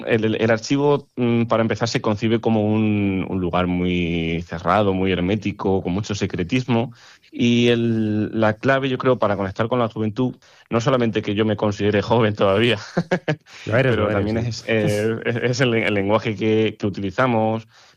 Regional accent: Villarrubia de los Ojos, Castilla-La Mancha, Spain; por el amor que yo siento por mi pueblo, por mi tierra, por este lugar que me ha visto crecer.

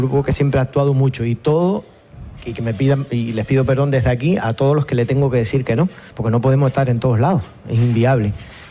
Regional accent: Tenerife, Canary Islands, Spain; lo que somos los tinerfeños y por extensión muchos canarios

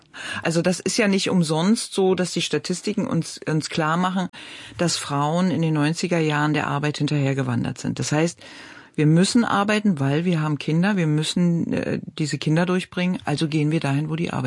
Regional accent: Berlin, Germany; Ich bin an der Mauer groß geworden.

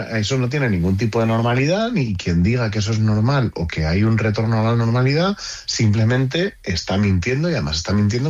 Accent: Spain; porque todos somos españoles y los ceutíes no pueden cargar solos con esto.

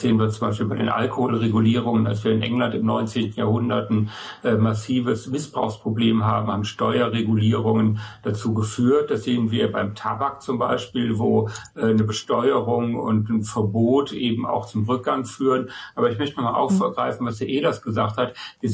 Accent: North Rhine-Westphalia, Germany; dann würde man in meiner Heimat im Bergischen Land östlich von Köln keine Landwirtschaft mehr betreiben können.

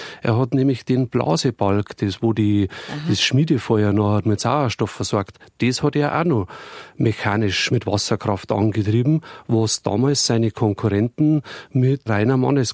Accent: Bavaria, Germany; Aber damals war das ja bei uns in Niederbayern, musst du dir das vorstellen, das war ja eine sehr strukturschwache Region.

